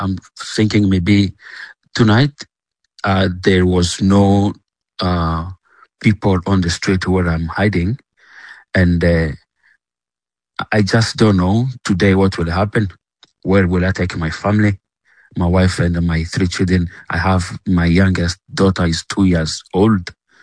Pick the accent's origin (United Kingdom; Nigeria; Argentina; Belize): United Kingdom; If I could allow to join them, I would join the protest because I am a British citize